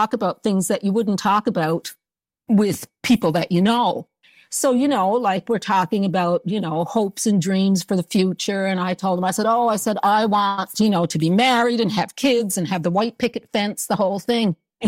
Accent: Corner Brook, Newfoundland and Labrador, Canada; moved away as an adult; also born or lived in Nova Scotia / northern Alberta; I was born and raised in Corner Brook, Newfoundland. I went to a Catholic school there for girls in Corner Brook, Presentation High.

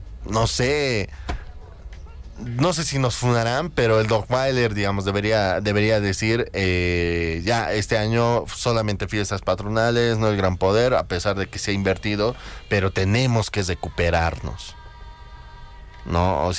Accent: Bolivia; Somos bolivianos.

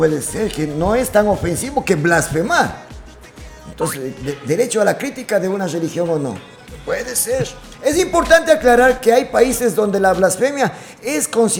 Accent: Imbabura, Ecuador; la mayoría de nosotros, y hablo de Imbabura, yo creo que, y me atrevo a decir también del Ecuador, nos criaron como católicos

